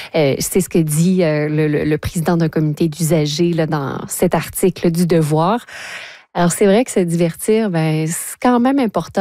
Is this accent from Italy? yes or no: no; Quebec, Canada; Mais ça, ce n'est pas le cas encore chez nous, en Mauricie, au centre du Québec.